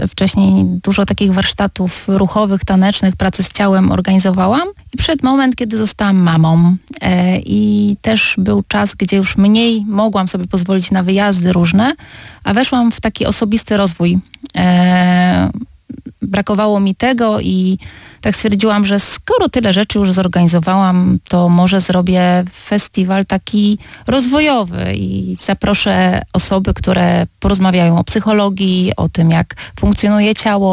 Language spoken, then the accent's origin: Polish; Opole, Opole Voivodeship, Poland; Opole to jest moje miasto rodzinne.